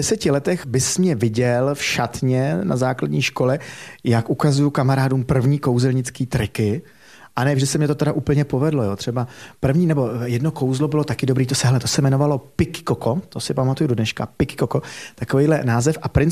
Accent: Hořice, Hradec Králové Region, Czechia; moved away as an adult; No tak když jsem potom z Hořic, z Gimplu šel do Prahy na vejšku

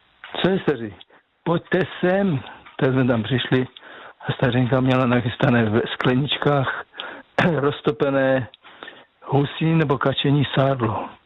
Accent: Moravian Slovakia, Czechia; jako já pocházím ze Slovácka, tam se říká stařenka, ne babička.

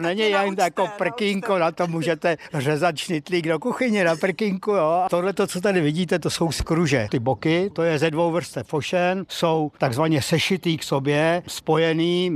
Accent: Petrovice, Central Bohemian Region, Czechia; a pocházíme z Petrovic u Sedlčan.

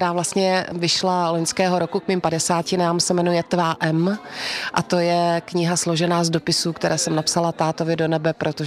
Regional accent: South Moravian Region, Czechia; moved away; kniha, která popisuje mé dětství právě na Jižní Moravě.

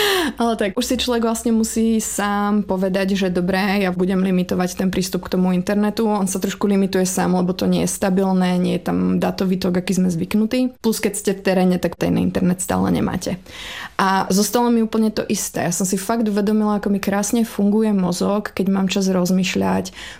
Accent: Slovakia; moved away as an adult; K tomuto by som začala tým, že ja pochádzam zo severného Slovenska, takže ja som vlastne až do 18 rokov mrzla

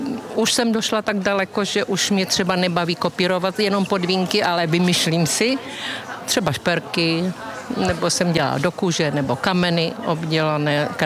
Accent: Havířov, Moravian-Silesian Region, Czechia; Z Havířova.

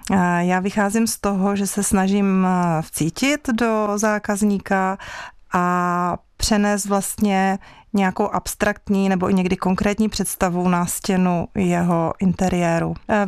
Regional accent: South Moravian Region, Czechia; moved away; Já pocházím z Jižní Moravy.

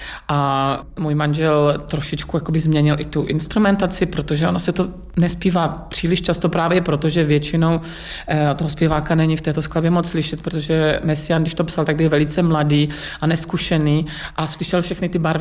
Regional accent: Brno, South Moravian Region, Czechia; která jsem vyrůstala v Brně a vlastně na Moravě ta lidová píseň byla ještě, myslím si, že víc třeba přítomná než v Praze nebo někde v Čechách

